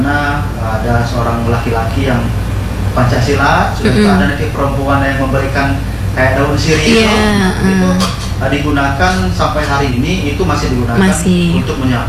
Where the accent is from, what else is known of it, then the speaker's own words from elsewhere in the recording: Bengkulu, Indonesia; Nah, sebenarnya kayak kalau kita kayak memang saya dibesarkan di Bengkulu Utara itu betul-betul dari orang tua Bapak saya dan ibu saya orang Rejang